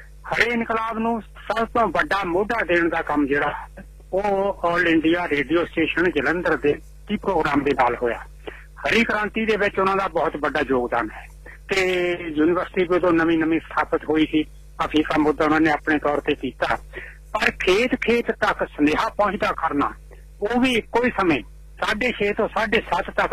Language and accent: Punjabi; Jagatpur, Punjab, India; ਮੇਰਾ ਪਿੰਡ ਜਗਤਪੁਰ ਹੈ, ਜ਼ਿਲ੍ਹਾ ਨਵਾਂ ਸ਼ਹਿਰ ਦੇ ਵਿੱਚ।